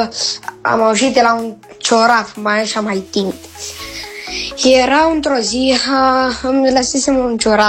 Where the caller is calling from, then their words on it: Bucharest, Romania; din București și am 10 ani.